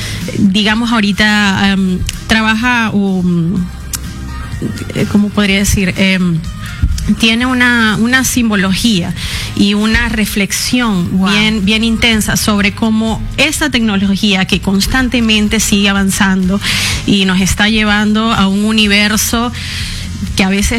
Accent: Venezuela; now in Peru; soy venezolana.

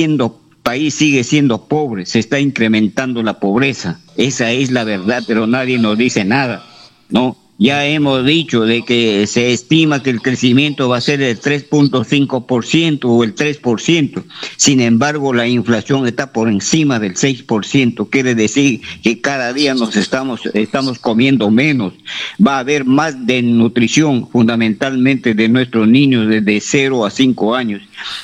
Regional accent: Peru; los peruanos tenemos

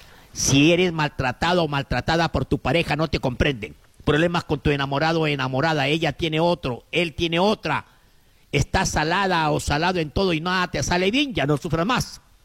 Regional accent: Huancabamba, Piura, Peru; Porque yo tengo que mostrarle como buen serrano huancabambino, como buen peruano, mostrarle mis documentos.

